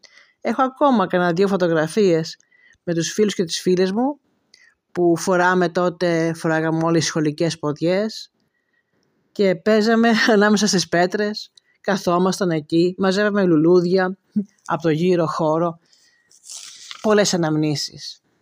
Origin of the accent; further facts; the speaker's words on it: Eretria, Central Greece, Greece; γεννήθηκα, μεγάλωσα και ζω στην Ερέτρια. Το σπίτι μου απέχει λίγα μέτρα από το αρχαίο θέατρο της Ερέτριας.